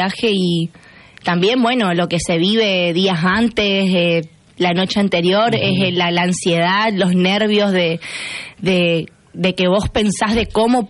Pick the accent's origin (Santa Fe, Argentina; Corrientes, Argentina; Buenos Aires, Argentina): Santa Fe, Argentina; Nicanor Molinas; now in Reconquista, Argentina; Nosotros somos de Nicanor Molinas. Ajá. Bueno, yo actualmente estoy viviendo acá en la ciudad de Reconquista